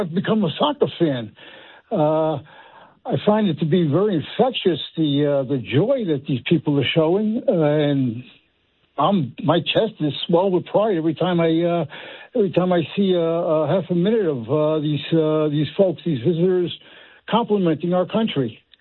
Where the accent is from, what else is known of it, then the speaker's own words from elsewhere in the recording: New York City, New York, United States; also born or lived in Fort Lauderdale, Florida; I grew up in New York City, and I drove a cab in South Florida, Fort Lauderdale, for 37 years.